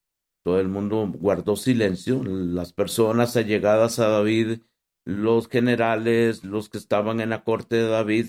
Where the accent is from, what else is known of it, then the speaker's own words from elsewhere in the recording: Costa Rica; no somos los ticos directos.